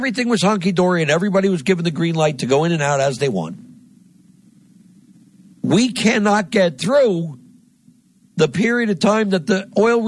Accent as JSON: {"language": "English", "region": "New Jersey", "country": "United States", "tie": "born or raised there", "said": "in particular, my home state of New Jersey, is the most densely populated state in the entire United States."}